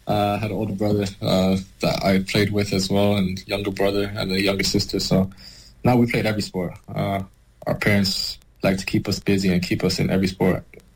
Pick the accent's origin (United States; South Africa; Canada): Canada; All my friends from Canada. That's where I learned the trade of football as well, from being a Canadian program. So I think it was only right to represent Canada and your country